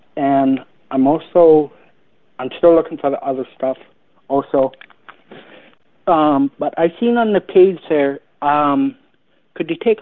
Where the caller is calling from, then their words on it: Langley, Canada; Calling from Langley, of course.